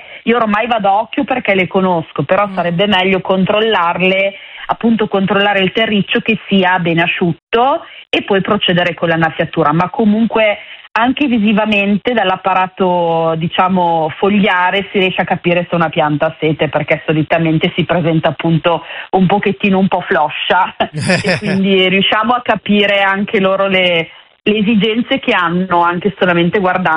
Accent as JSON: {"language": "Italian", "town": "Parma", "region": "Emilia-Romagna", "country": "Italy", "said": "Poi qui a Parma, perché io sono di Parma"}